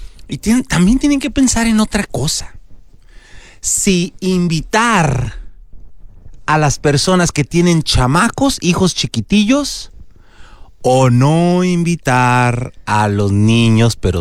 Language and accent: Spanish; Mexico; moved away; Voy a poner México porque soy mexicano.